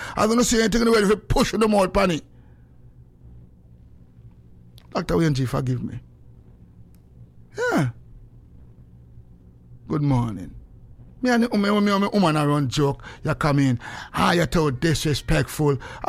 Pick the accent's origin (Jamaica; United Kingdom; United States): Jamaica; because the youth did one of the greatest thing, especially as a Jamaican man.